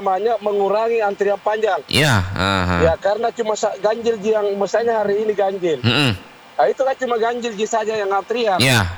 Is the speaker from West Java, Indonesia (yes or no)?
no; South Sulawesi, Indonesia; kita orang Sulsel ini